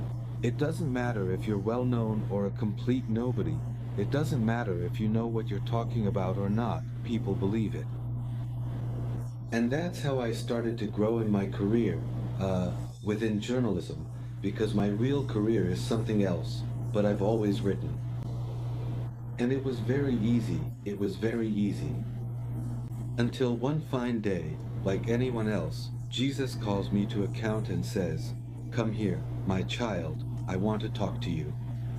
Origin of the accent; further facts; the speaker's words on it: Mexico City, Mexico; now in Cancun, Mexico; I grew up in Mexico City, and I only came to Cancun after I was married and already had a child.